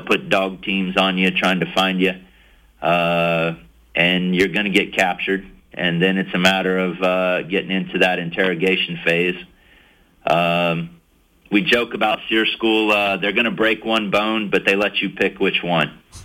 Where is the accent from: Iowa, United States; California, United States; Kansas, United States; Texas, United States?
Kansas, United States; even growing up in Kansas, riding horseback was going to play such a role.